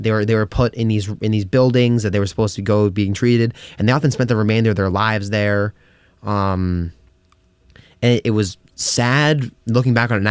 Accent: Massachusetts, United States; especially for someone who's a native of Massachusetts. I was born near Salem and Beverly, and...

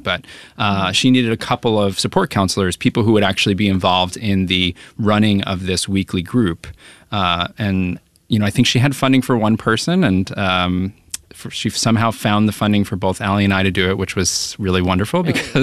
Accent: New Jersey, United States; So I'm from New Jersey. Just outside of New York City in North Jersey.

